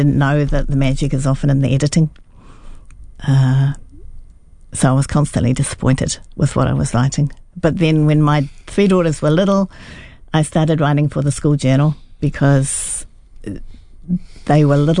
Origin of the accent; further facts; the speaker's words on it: Wellington, New Zealand; born there; when I was growing up in Wellington